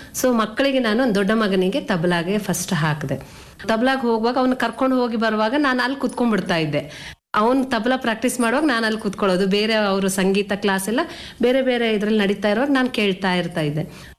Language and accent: Kannada; Udupi, Karnataka, India; moved away as an adult; now in Bengaluru, India; ಮೂಲತಃ ಉಡುಪಿಯವರು ನಾವು.